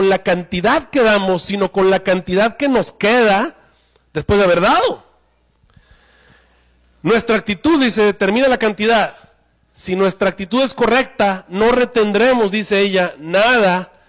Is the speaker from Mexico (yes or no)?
yes; Monterrey, Nuevo León, Mexico; somos de Monterrey